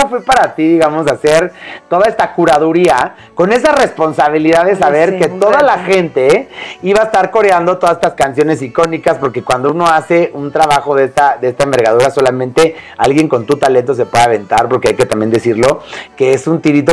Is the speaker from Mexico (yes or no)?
yes; Mexico